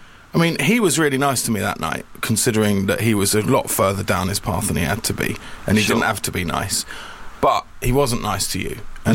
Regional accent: Cambridge, East of England, United Kingdom; First time we had the gig together, we were in my hometown of Cambridge, and we were just doing a little room, tiny little room

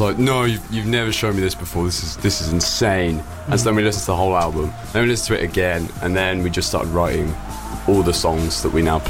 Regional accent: Buckingham, South East England, United Kingdom; Originally we're from Buckingham.

